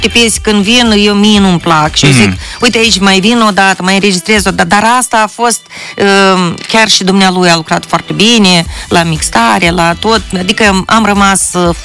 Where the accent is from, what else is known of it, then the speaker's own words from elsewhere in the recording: Parcani, Soroca District, Moldova; Eu eram, sunt din Soroca, satul Parcani.